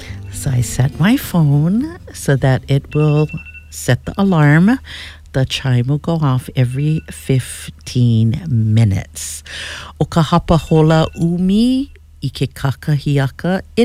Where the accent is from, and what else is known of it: Hawaii, United States